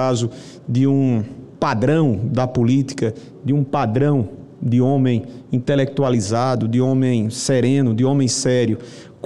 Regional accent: Northeast Region, Brazil; eu sou nordestino

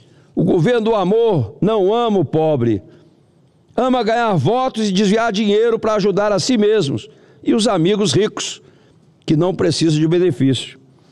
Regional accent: Brazil; somos nós brasileiros

